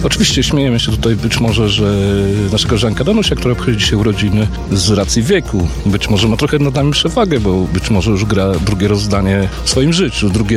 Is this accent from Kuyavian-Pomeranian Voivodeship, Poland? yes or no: no; Włodawa, Lublin Voivodeship, Poland; Ja sam pochodzę z Włodawy.